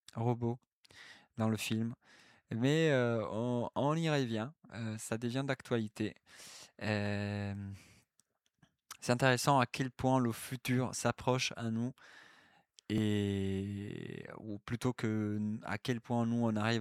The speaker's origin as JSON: {"language": "French", "country": "France"}